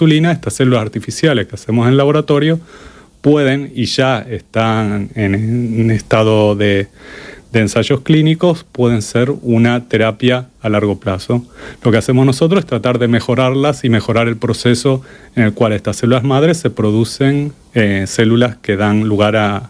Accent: Argentina; also born or lived in Spain; yo soy argentino, en Argentina como en España, donde hice mi doctorado, en la Autónoma de Madrid

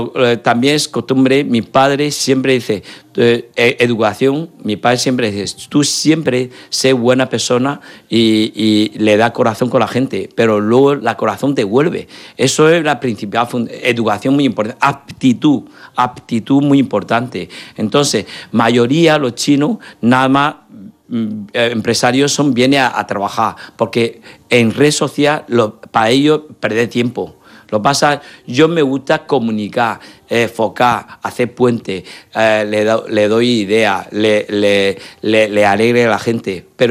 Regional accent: Murcia, Region of Murcia, Spain; Porque somos de Murcia, zona Levante, zona Sur, estamos aquí caluroso porque somos gente pasión y alegría.

